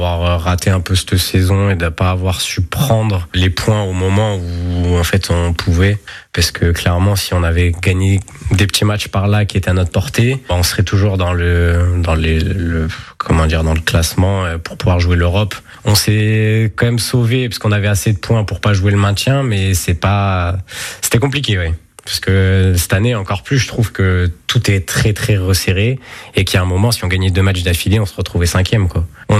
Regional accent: Lyon, Auvergne-Rhône-Alpes, France; Moi je suis de Lyon, donc le derby là-bas c'est Lyon-Saint-Etienne, donc je connais bien cette ambiance.

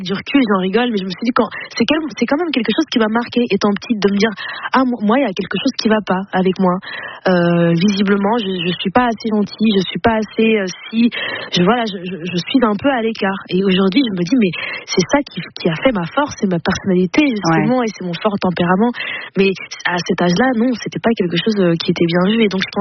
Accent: Flanders, Belgium; born or raised there

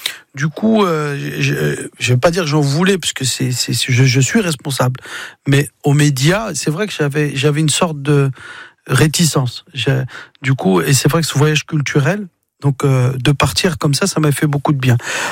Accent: Mantes-la-Jolie, Île-de-France, France; je viens de Mantes-la-Jolie, d'un milieu ouvrier.

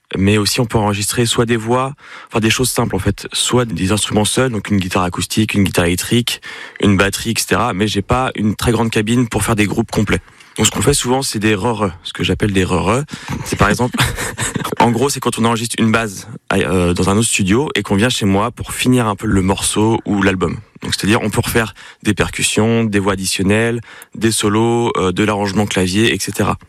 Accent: Parthenay, Nouvelle-Aquitaine, France; now in Poitiers, France; En fait j'ai grandi à Parthenay, je suis venu ici pour les études et je suis resté ici

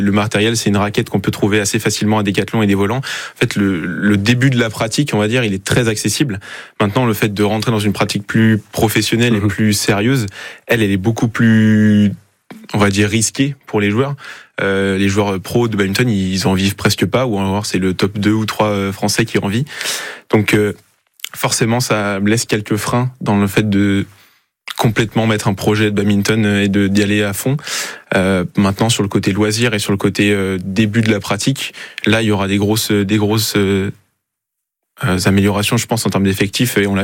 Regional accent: Nantes, Pays de la Loire, France; moved away as an adult; now in La Rochelle, France; Ben moi, à la base, je viens de Nantes.

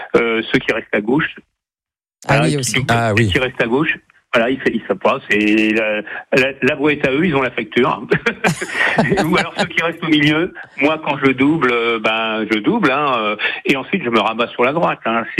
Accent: Nantes, Pays de la Loire, France; Alors, je suis de Nantes. J'habite en plein centre de Nantes. Je suis à 20 mètres du tram.

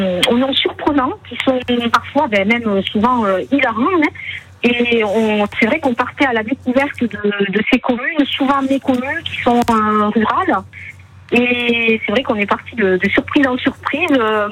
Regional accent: Toulouse, Occitanie, France; Oui, vous savez que même par chez nous, à Toulouse, je l'ai déjà entendu.

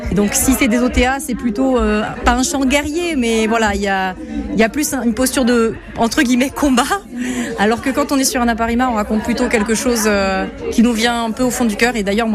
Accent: French Guiana; je suis pas du tout de culture polynésienne ni tahitienne, je suis de Guyane.

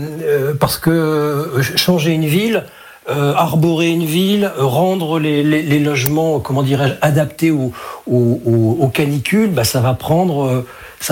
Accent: Hauts-de-France, France; chez moi dans le Nord-Pas-de-Calais, qui à 20 ans n'intéressait strictement personne

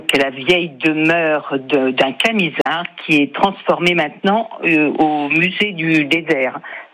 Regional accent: Avallon, Bourgogne-Franche-Comté, France; À Avallon plutôt, c'est au sud d'Auxerre, disons.

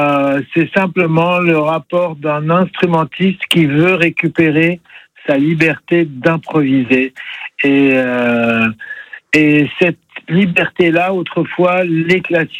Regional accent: Lyon, Auvergne-Rhône-Alpes, France; Moi, je suis lyonnais.

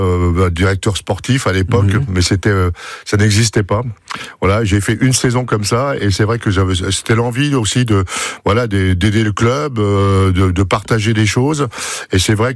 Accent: Grand Est, France; comme j'étais issu des Ardennes, je suis allé rejouer pendant trois saisons à la SPTT de Charleville

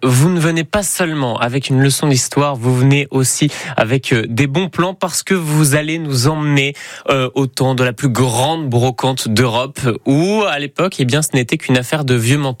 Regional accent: Lille, Hauts-de-France, France; moved away; de base, je viens de Lille et j'ai pu faire la braderie de Lille quelques fois

